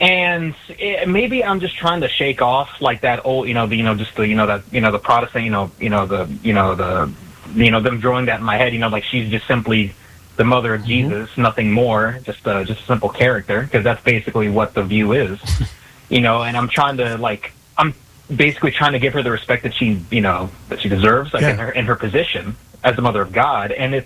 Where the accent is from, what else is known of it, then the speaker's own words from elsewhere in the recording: Texas, United States; growing up in Southern Texas, like, there's it's predominantly Hispanic demographic, and you see images of, you know, Lady Guadalupe everywhere.